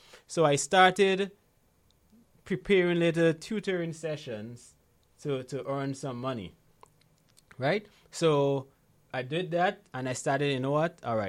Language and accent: English; Guyana; born there; moved away; also born or lived in Grenada; I remember when I just moved back to Guyana in 2016, right? I was born in Guyana, by the way.